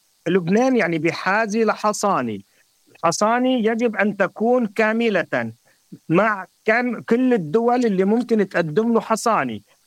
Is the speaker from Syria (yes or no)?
no; Lebanon; أنا لبناني وأصلي لبناني ورح أبقى لبناني،